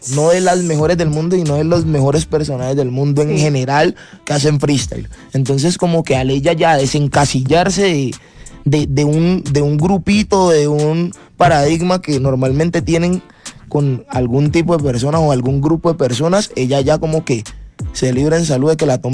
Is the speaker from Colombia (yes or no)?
yes; Valle del Cauca, Colombia; Y ella es parte de mi crew … que somos varios freestylers del Valle que somos muy amigos y hicimos una hermandad